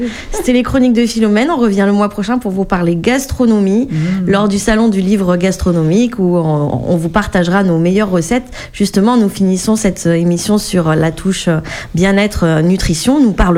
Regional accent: Nouvelle-Aquitaine, France; Enfin, moi, je suis du Périgord, c'est quand même gras.

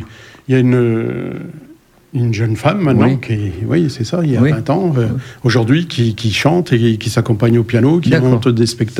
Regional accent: Langres, Grand Est, France; Alors, moi, je viens de la région de Langres, dans l'est de la France.

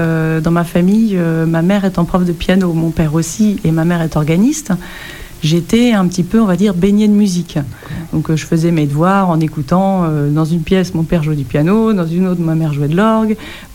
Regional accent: Trouville-sur-Mer, Normandy, France; Je suis originaire de Normandie

